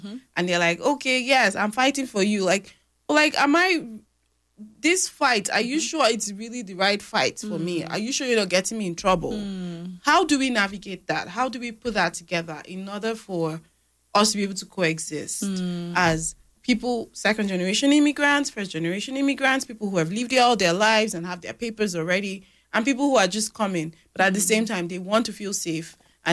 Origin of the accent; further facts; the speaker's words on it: Nigeria; moved away; I speak as a Nigerian, we're like, I don't want to put my mouth in this kind of issue because I'm just an immigrant.